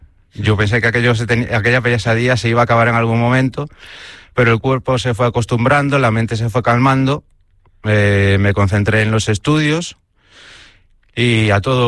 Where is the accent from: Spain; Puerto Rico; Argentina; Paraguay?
Spain; Vicedo, Galicia; Su pueblo preferido, sus vacaciones favoritas son estar en mi pueblo, en Vicedo.